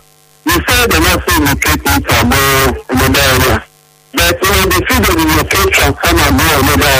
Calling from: Nigeria; I'm calling from Ibini.

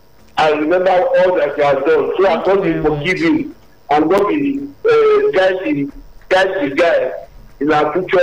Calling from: Alimosho, Lagos, Nigeria; I'm calling from Alimosho.

